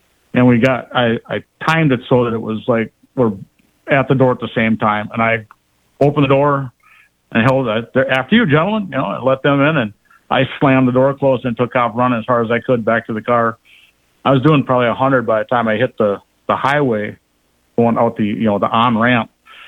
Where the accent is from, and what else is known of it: Rockford, Illinois, United States